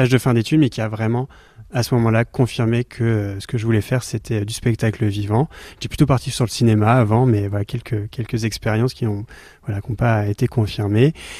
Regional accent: Brittany, France; oui, en effet, moi, je suis originaire d'une famille bretonne, du côté de mon père et de ma mère. Je suis né en Bretagne, j'ai grandi en Bretagne. Je suis parti

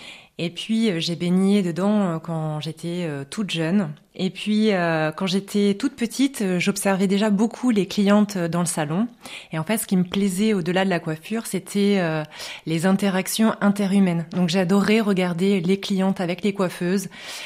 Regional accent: Bayeux, Normandy, France; also born or lived in Beijing; je suis née à Bayeux, je suis une vraie bajocasse.

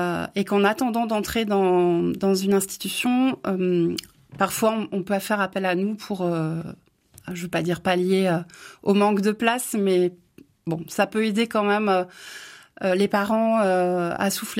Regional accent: Brest, Brittany, France; moved away as an adult; now in Charente, France

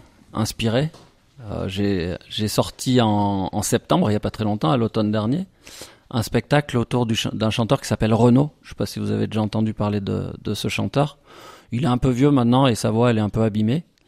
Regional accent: Le Puy-en-Velay, Auvergne-Rhône-Alpes, France; ils allaient souvent boire un verre dans un bar qui s'appelle le Yams au Puy. J'ai grandi au Puy.

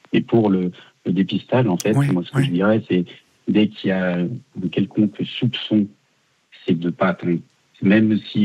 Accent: Lyon, Auvergne-Rhône-Alpes, France; Oui, donc c'est ce que je te disais, donc je viens de Lyon.

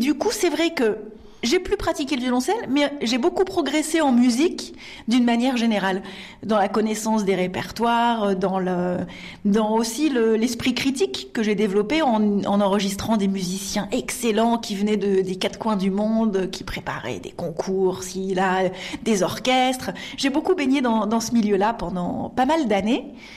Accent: Auvergne-Rhône-Alpes, France; J'ai grandi en Isère

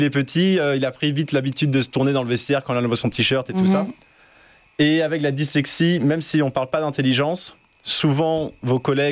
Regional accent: France; born there; Mon papa est autrichien. Et je suis né en France.

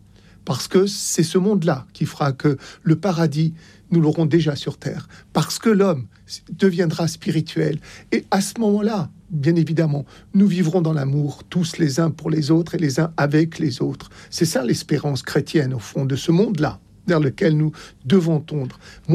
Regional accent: Oran, Oran Province, Algeria; Je suis né à Oran.

